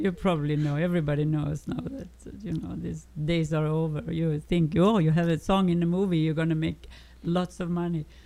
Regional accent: Sweden; moved away; also born or lived in Germany / Los Angeles; I lived in Germany for 10 years. I grew up in Sweden with a lot of rain and days without sun. I lived in Germany for 10 years. Without sunshine. And then I ended up in Los Angeles, where I actually started my career.

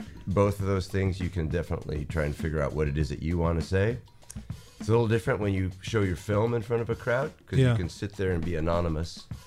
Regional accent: Hawaii, United States; moved away; also born or lived in Philadelphia; Well, so I grew up on Maui and Oahu. And I lived in Philadelphia for about 18 years. And I moved back here about 5 years ago.

